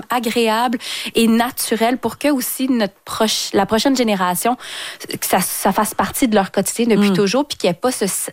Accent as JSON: {"language": "French", "town": "Saint-Hyacinthe", "region": "Quebec", "country": "Canada", "moved": "as an adult", "lives_now": "Montreal, Canada", "said": "moi, je venais du 450, je viens de Saint-Hyacinthe"}